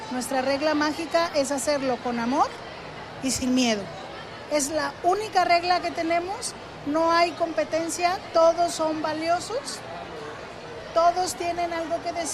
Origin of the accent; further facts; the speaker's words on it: El Arenal, Jalisco, Mexico; La variedad de verdes, yo que soy del pueblo del Arenal.